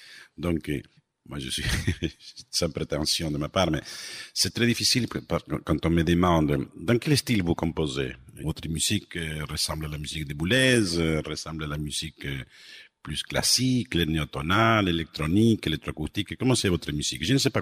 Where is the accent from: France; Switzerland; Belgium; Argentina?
Argentina; Buenos Aires Province; moved away; Je suis né dans un petit village à 20 km de Buenos Aires, l'Argentine, que c'est mon pays d'origine.